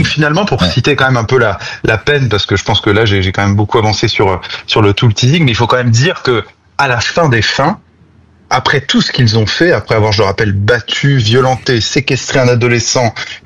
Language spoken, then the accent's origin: French; France; déjà en tant qu'officier municipal et aussi en tant que Français